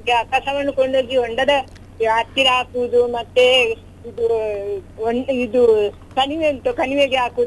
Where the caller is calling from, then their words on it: Puttur, Karnataka, India; ನಾನು ಪುತ್ತೂರಿನಿಂದ … ಮಾತಾಡಿದ್ರು